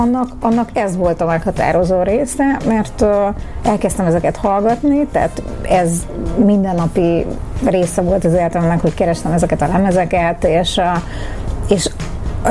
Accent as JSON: {"language": "Hungarian", "region": "Budapest", "country": "Hungary", "tie": "born there", "said": "Budapesten születtem"}